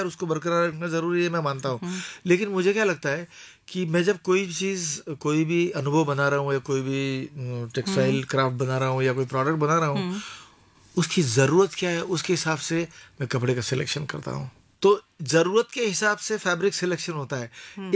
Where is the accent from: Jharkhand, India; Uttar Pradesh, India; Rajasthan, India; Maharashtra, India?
Maharashtra, India; और मैं खास करके महाराष्ट्र में बड़ा हुआ पला हुआ, तो वहां पर मुझे अभंग में काफी रुचि रही है।